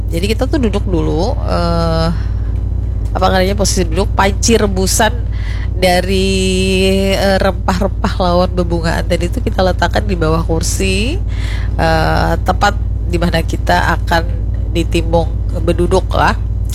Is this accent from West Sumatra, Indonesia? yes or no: no; Banjar, South Kalimantan, Indonesia; aku orang Banjar